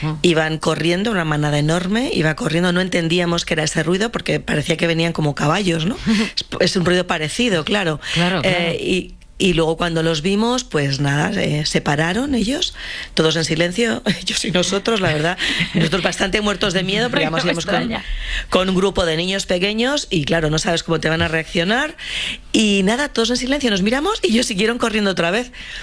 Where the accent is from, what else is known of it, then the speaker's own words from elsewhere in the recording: Castile and León, Spain; now in Germany; yo que soy de Castilla y León, bueno, pues ves a pueblos muy pequeñitos